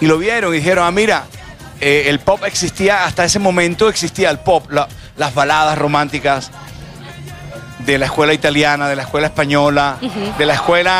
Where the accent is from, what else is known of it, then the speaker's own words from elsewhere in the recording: Caribbean Region, Colombia; nosotros somos tropicales del Caribe